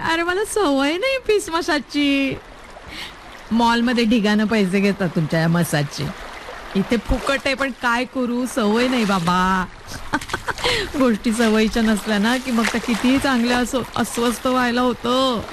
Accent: Maharashtra, India; अगं मी मराठीच आहे.

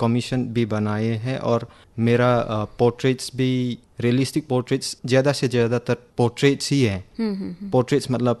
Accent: Haflong, Assam, India; और मैं यही हाफलोंग महादेवतीला शहर का हूँ।

